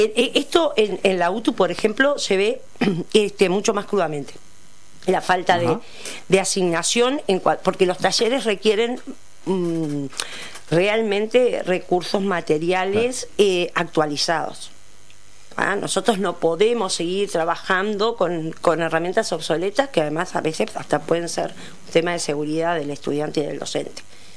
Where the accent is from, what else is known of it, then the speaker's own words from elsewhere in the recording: Canelones, Uruguay; yo trabajo en un pueblo, soy de Canelones, yo trabajo en un pueblo